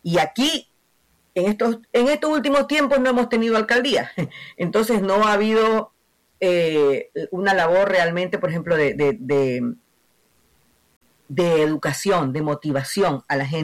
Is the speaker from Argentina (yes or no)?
no; Guayaquil, Guayas, Ecuador; como guayaquileña, como que vivo aquí